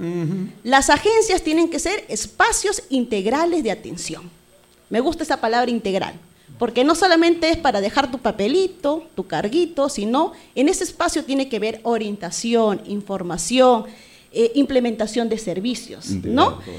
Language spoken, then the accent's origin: Spanish; Lima, Peru; yo que soy de Villa Alejandro y que tengo vecinos que son de la cuenca baja de Villa Alejandro